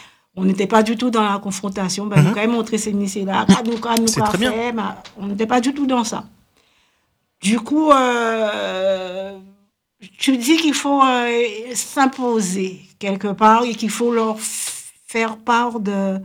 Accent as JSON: {"language": "French", "country": "Guadeloupe", "moved": "yes", "said": "J'étais en vacances chez moi en Guadeloupe, hein."}